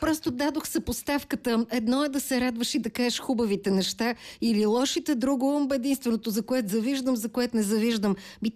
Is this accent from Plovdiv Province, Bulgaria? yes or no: no; Sofia, Sofia City, Bulgaria; ние, които сме от София и идваме в Пловдив